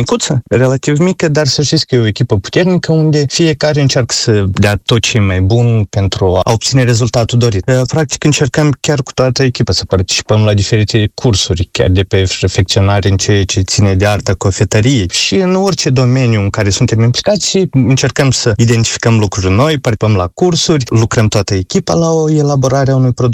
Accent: Moldova

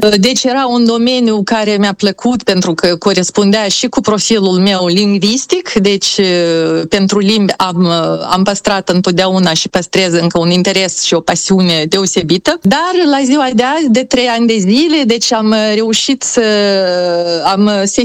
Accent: Moldova; now in France; ca moldovean

